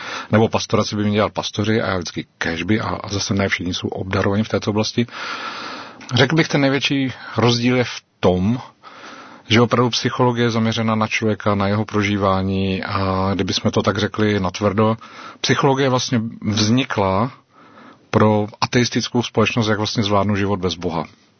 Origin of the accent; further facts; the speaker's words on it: South Bohemian Region, Czechia; moved away; also born or lived in Prague; Takže jsem byl pokřtěn jako v římské katolické církvi. Poutní kostel Lomeček u Vodňan, původně jsem ze Šumavy. A pak jsem tak s ním nějak vyrůstal.